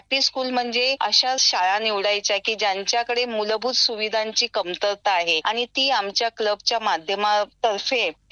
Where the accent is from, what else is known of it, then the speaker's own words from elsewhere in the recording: Mumbai, Maharashtra, India; now in Pune, India; मी मुळची मुंबईची. माझं शालेय शिक्षण आणि कॉलेजचं शिक्षण 12वी पर्यंत मुंबईतच झालं